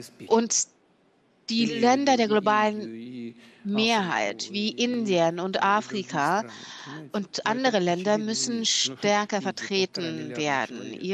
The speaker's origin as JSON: {"language": "German", "region": "Shanghai", "country": "China", "second_language": "German", "said": "Ich komme aus Shanghai, aus China."}